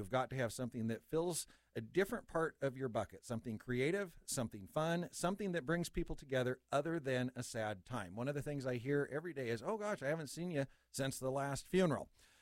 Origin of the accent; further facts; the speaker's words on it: St. Maries, Idaho, United States; moved away; my hometown radio station in St. Mary's, Idaho.